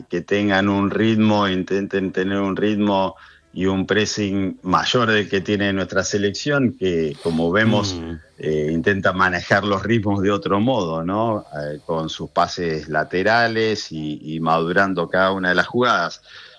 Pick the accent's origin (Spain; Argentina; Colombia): Argentina; Y resulta que nos juntamos como 50 argentinos.